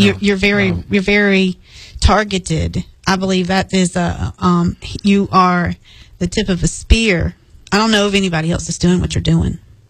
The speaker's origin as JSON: {"language": "English", "town": "Charleston", "region": "South Carolina", "country": "United States", "tie": "born there", "said": "And I was born in South Carolina at Roper Hospital in Charleston."}